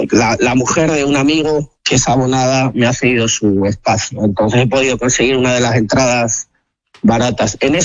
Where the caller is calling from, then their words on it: Villacañas, Castilla-La Mancha, Spain